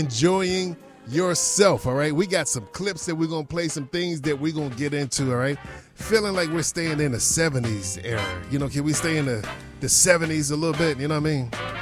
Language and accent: English; Washington, District of Columbia, United States; That's where I grew up at in Washington, D.C., Northwest, right off of Kennedy Street.